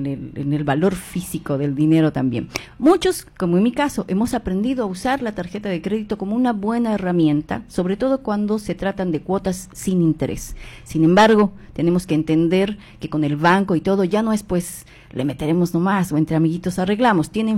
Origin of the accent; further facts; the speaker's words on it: Bolivia; now in Argentina; Nosotros como bolivianos, y no sé si lo has podido notar al interactuar con nosotros en la comunidad boliviana